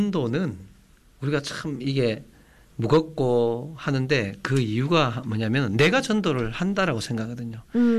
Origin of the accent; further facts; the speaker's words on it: Ulsan, South Korea; 제가 울산 촌사람에서